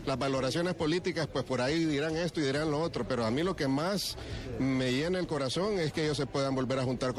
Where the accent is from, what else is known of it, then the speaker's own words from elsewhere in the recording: Honduras; yo como nacionalista y como hondureño